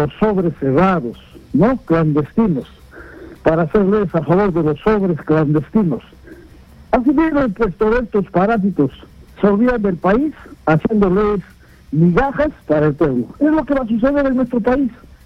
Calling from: Coracora, Ayacucho, Peru; De Coracora, Carlos.

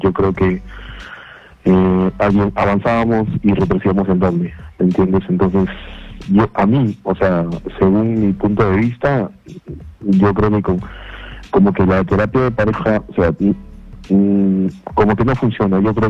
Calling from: Chaclacayo, Lima, Peru; De Chaclacayo.

